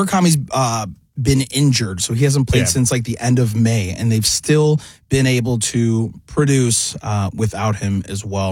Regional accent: Chicago, Illinois, United States; I'm from Chicago, and I was a Cubs fan.

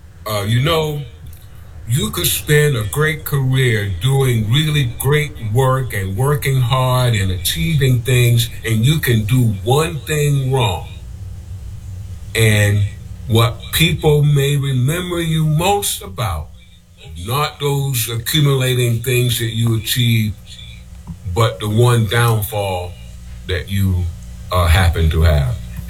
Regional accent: Savannah, Georgia, United States; moved away; when I was an undergraduate student at Savannah State College, a historically black college down in my hometown. I was a political science undergraduate major

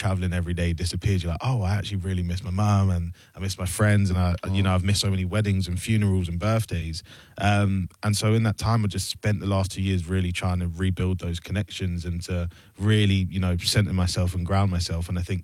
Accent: Luton, East of England, United Kingdom; I'm just from outside of London, a place called Luton. You guys definitely wouldn't know it, but it's a tiny little town outside London.

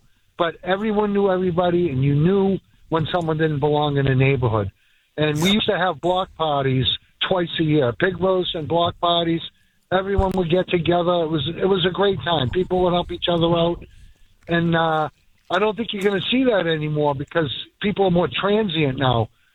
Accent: Somerville, Massachusetts, United States; now in Fitchburg, United States; back when I grew up in Somerville in the 70s, there were 14 houses on the street.

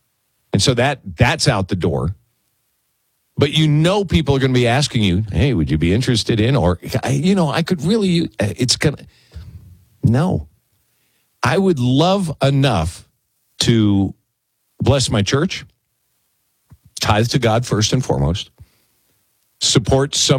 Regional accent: Minnesota, United States; I grew up in Minnesota.

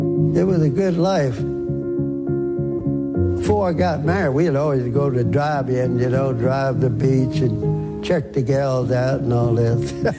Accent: Galveston, Texas, United States; born there; In 1933, I was born in Galveston.

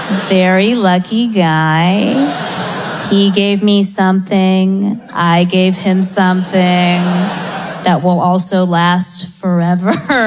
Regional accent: Boca Raton, Florida, United States; I'm from Boca Raton, Florida, originally.

